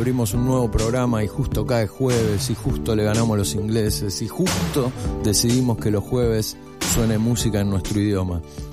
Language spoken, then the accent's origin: Spanish; Argentina